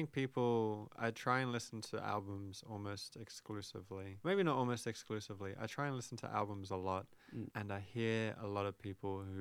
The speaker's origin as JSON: {"language": "English", "town": "Brisbane", "region": "Queensland", "country": "Australia", "tie": "born or raised there", "also_born_or_lived": "London / England", "moved": "as an adult", "lives_now": "Taipei, Taiwan", "said": "I spent like from 6 to 23 in Brisbane, so I think that's where like my most formative years were. But it's hard to really say where I'm from. So I usually just say I grew up in Brisbane."}